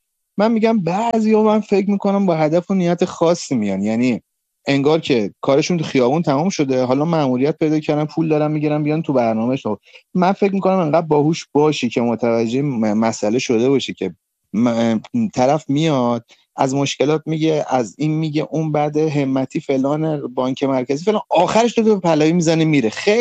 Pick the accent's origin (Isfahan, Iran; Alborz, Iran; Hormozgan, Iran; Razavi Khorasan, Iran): Alborz, Iran; Karaj; اما من بچه کرجم، بچه محله خودمو میشناسم،